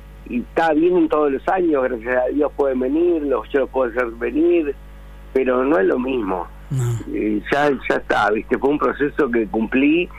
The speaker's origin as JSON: {"language": "Spanish", "country": "Uruguay", "lives_now": "Argentina", "said": "Soy uruguayo, no soy argentino, ya te digo, me encanta Argentina, me considero como medio argentino, tengo muchos amigos en Buenos Aires, en Córdoba, en Salta"}